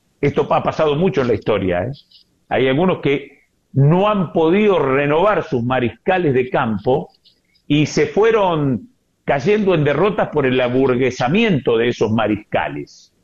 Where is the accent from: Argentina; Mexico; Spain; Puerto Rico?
Argentina